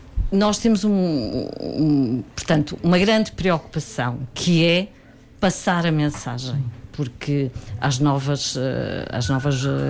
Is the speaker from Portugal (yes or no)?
yes; Portugal; eu sou portuguesa